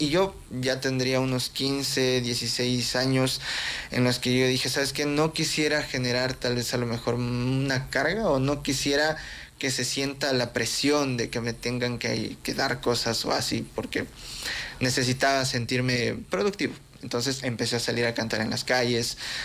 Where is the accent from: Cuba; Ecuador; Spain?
Ecuador; Quito, Pichincha; Soy un joven quiteño